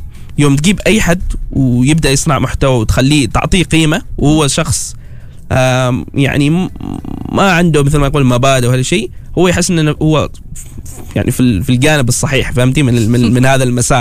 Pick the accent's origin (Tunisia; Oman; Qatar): Oman; نحن كعمانيين